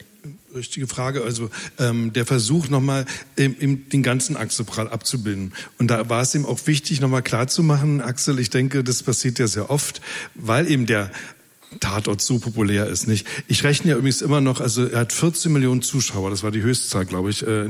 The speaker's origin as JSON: {"language": "German", "region": "Berlin", "country": "Germany", "said": "selbst für mich als Berliner"}